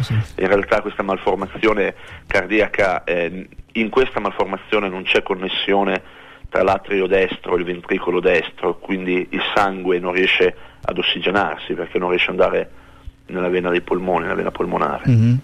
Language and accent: Italian; Parma, Emilia-Romagna, Italy; born there; Sono nato a Parma nel 1969